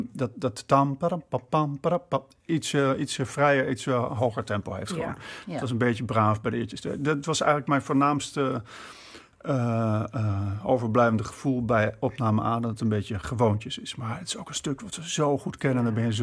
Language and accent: Dutch; Germany; En ik werd daar als Duitser, grappig genoeg, werd ik daar...